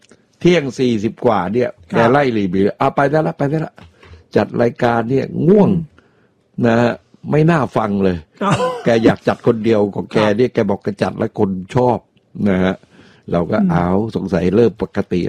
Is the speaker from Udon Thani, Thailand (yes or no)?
no; Bangkok, Thailand; เราก็คนกรุงเทพนี่ทำไมมันพูดเหน่อใช่ปะ